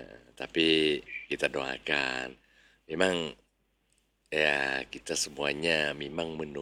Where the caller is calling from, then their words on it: Bluto, East Java, Indonesia; Pokoknya sampaikan dah salam saya dari Bluto itu ya. Dari Bluto adalah salam.